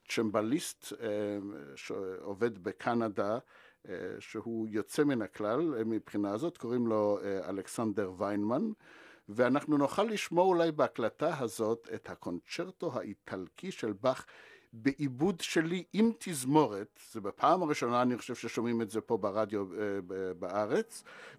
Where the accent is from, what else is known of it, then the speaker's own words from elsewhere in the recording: Merhavia, Northern District, Israel; נולדתי בקיבוץ מרחביה שבעמק ישראל, הנקודה הראשונה בעמק ישראל שנוסדה ב-1911